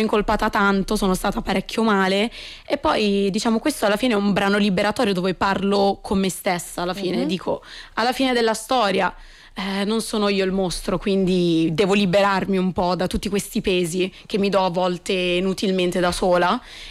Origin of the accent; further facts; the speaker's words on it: Rome, Lazio, Italy; born there; sono nata a Rocche, per carità, cioè la mia città natale assolutamente, però Cosenza ha qualcosa in più proprio di affettivo e di personale.